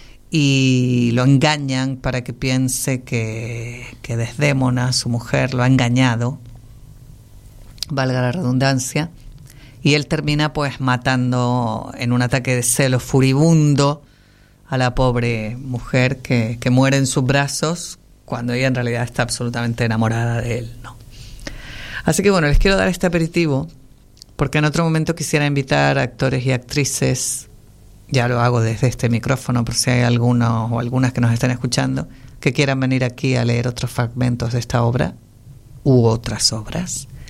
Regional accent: Canary Islands, Spain; also born or lived in London; Ustedes ya saben que yo nací en Londres. … Pero bueno, por muy nacida en Londres que sea, soy canaria porque me trajeron a los 6 meses.

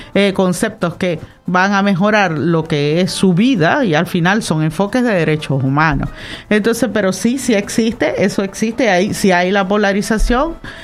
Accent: Venezuela; moved away as an adult; now in Canary Islands, Spain; yo no soy canaria, soy venezolana y tengo apenas 7 años en Canarias

